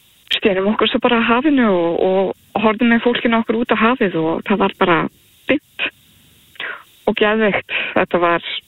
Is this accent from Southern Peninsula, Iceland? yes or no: no; Álftanes, Capital Region, Iceland; Ég er náttúrulega uppalinn á Álftanesinu og ég elska ströndina og var þar á hverjum degi sem barn